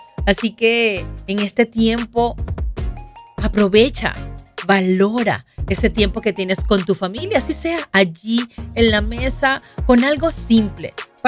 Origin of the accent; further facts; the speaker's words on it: Venezuela; now in United States; en este día de celebrar la hamburguesa aquí en Estados Unidos y en mi país, en Venezuela, la parrilla